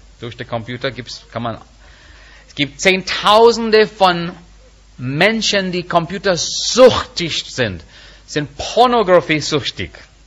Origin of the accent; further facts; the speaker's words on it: India; German is a second language; Liebe Freunde, als Inder, ich brauchte die Bibel nicht, gar nicht, um mir zu sagen, dass ich gesündigt habe.